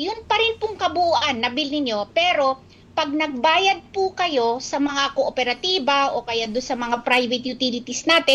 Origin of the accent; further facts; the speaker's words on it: Ilocos Region, Philippines; Taga Ilocosur po ako. Ilocano po